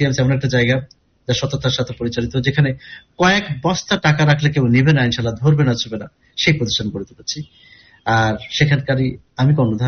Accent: Kushtia, Khulna Division, Bangladesh; আমি চেষ্টা করলাম, আমার বাড়ি কুষ্টিয়া, আমি ঢাকাতে চলে আসলাম, কোচিং করলাম

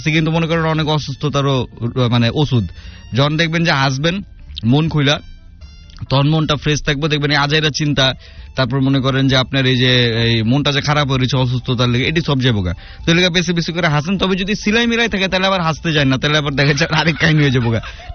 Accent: Bangladesh; এইটুকুই বুঝে আমি একজন বাংলাদেশি

